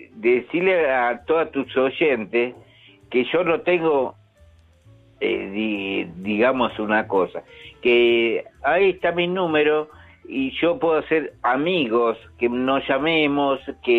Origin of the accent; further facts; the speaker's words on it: La Plata, Buenos Aires Province, Argentina; escuchame una cosa. Yo soy de La Plata.